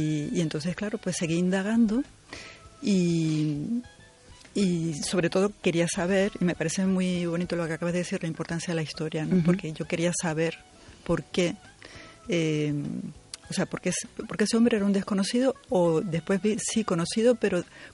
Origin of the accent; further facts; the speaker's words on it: Canary Islands, Spain; De la isla de Gran Canaria.